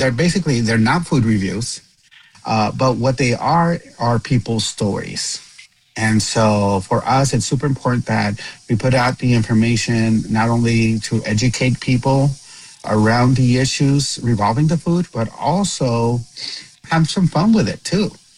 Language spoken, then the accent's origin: English; Texas, United States; And so for me, it's personal because I am Mexican, I'm Latino, growing up in Texas, and wanting to see my culture represented in a way that honors our communities.